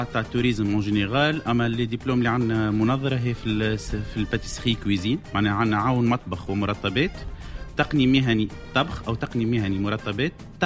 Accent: Tunisia; من اعز الكفاءات اللي عندنا في تونس

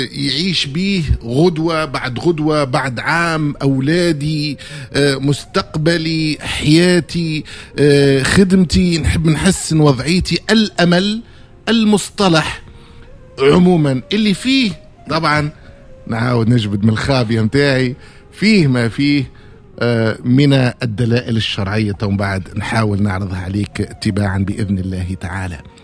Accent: Tunisia; أنا مواطن تونسي مسلم

